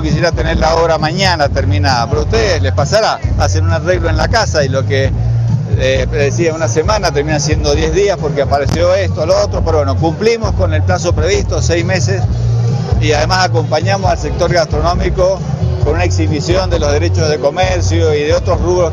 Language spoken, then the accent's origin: Spanish; Mendoza, Argentina; contento como mendocino también.